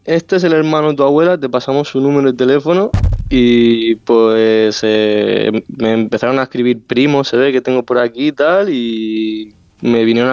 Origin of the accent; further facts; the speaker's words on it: Terrassa, Catalonia, Spain; Yo soy de Tarrasa